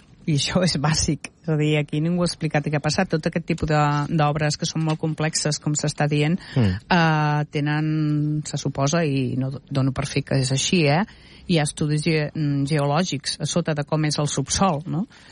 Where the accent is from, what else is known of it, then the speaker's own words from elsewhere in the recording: Montblanc, Catalonia, Spain; born there; l'Ajuntament és Montblanc, cosa veritat que és el meu poble també